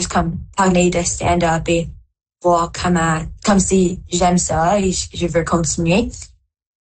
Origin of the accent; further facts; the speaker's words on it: Timmins, Ontario, Canada; Je viens de Timmins. J'ai 13 ans. Je vais à l'école Sacré-Cœur et je suis dans la 7e.